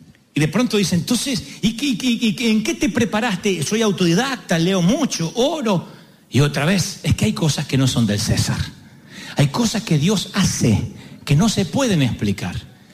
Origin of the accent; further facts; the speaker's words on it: Argentina; Sé que soy argentino e insoportable, pero no típico.